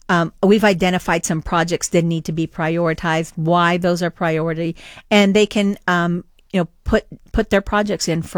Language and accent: English; Dallas, Texas, United States; Amy, I am originally from Dallas, Texas, where I rode the bus to from middle school all the way to high school.